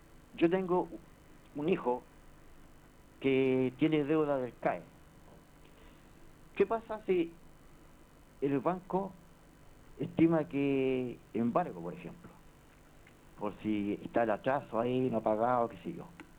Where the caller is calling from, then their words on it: Viña del Mar, Valparaíso, Chile; De Viña del Mar.